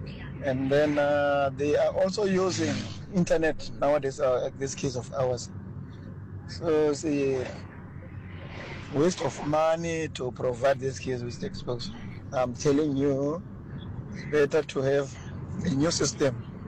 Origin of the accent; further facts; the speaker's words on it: Langa, Western Cape, South Africa; Good afternoon. … from Langa.